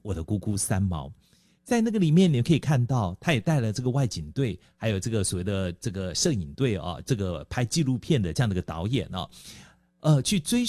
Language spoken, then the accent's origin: Chinese; Taiwan